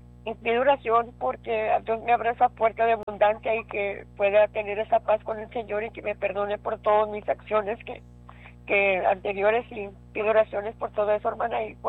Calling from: Raymondville, Texas, United States; De Raymondville

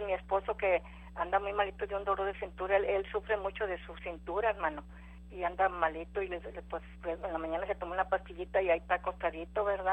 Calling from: Matamoros, Tamaulipas, Mexico; de Matamoros.

